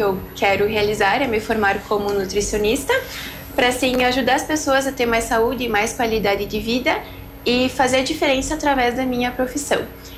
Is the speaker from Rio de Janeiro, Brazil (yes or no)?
no; Rio Grande do Sul, Brazil; Eu cresci no interior, em Marcorama, onde os meus pais moram até hoje.